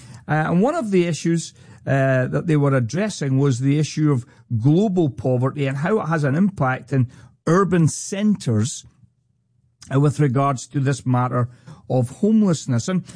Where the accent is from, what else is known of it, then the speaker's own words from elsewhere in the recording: Scotland, United Kingdom; Obviously, being a Scotsman, I enjoyed meeting the Scottish team that were there.